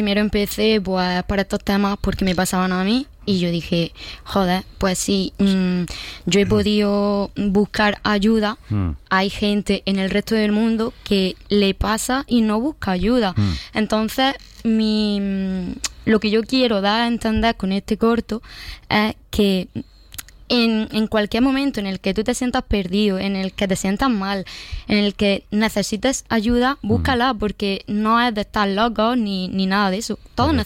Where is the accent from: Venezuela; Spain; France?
Spain; Almería, Andalusia; moved away; yo me fui de Almería, me fui a Granada, me salió trabajo en Granada, dejé todo, dejé a mi familia, dejé a mi amigo, dejé todo.